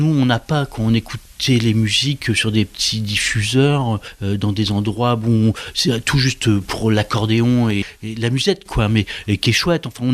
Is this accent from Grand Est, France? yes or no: no; Brittany, France; je suis hyper bien en Bretagne, je suis breton à mort, quoi, mais sans les drapeaux, quoi.